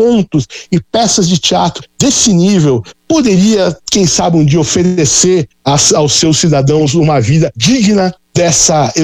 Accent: Brazil; Não este brasileiro que vos fala, assim.

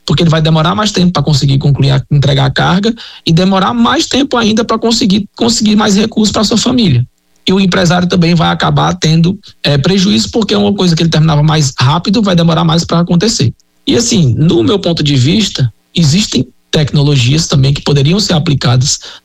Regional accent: Fortaleza, Ceará, Brazil; Eu vou falar aqui, eu sou natural de Fortaleza, tá?

